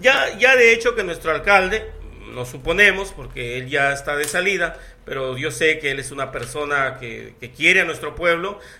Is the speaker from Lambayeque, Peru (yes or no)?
yes; Túcume, Lambayeque, Peru; nosotros salimos de allá, hemos nacido allá, hemos estudiado allá, y luego ya hemos avanzado un poco a la universidad y luego trabajamos acá en Túcume.